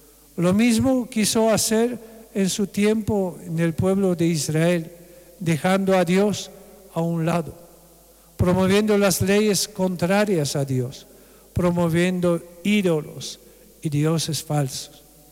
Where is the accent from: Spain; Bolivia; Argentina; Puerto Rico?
Bolivia; nuestro gobierno acá en Bolivia